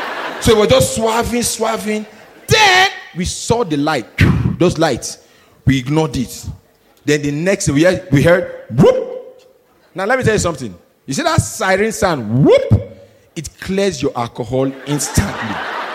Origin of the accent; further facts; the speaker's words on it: Nigeria; moved away; I'm Nigerian.